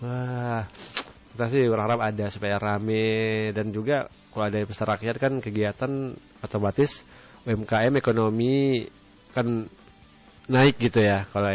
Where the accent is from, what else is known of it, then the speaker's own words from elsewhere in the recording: Aceh, Indonesia; kita mah menunggu-nunggu memang acara-acara di daerah kita Aceh Singkil ya